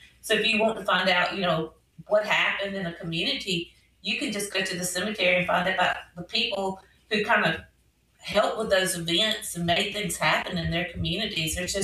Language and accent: English; Greenville, Alabama, United States; I am from Greenville, Alabama. I have lived in Butler County pretty much all my life.